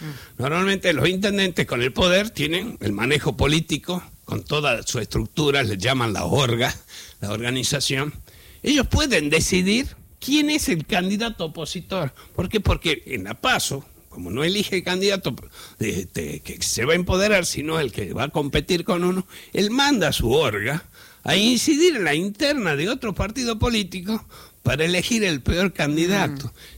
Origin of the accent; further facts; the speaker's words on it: Salta, Argentina; Soy de Salta